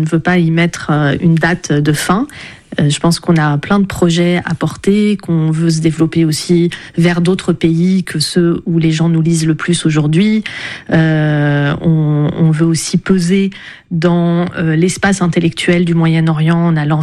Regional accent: Lebanon; Et moi, c'est ça que j'avais vécu dans mon enfance au Liban, avec une tradition libanaise qui s'appelle le zajal

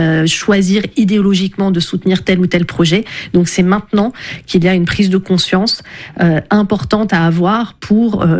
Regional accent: Lebanon; Et moi, c'est ça que j'avais vécu dans mon enfance au Liban, avec une tradition libanaise qui s'appelle le zajal

